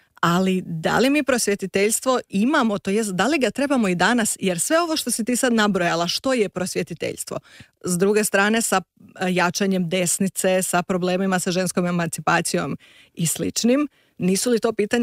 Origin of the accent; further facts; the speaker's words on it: Croatia; E sad, ja sam došla iz Hrvatske sa Hrvatskog fakulteta i nisam imala jugoslavenstvo na fakultetu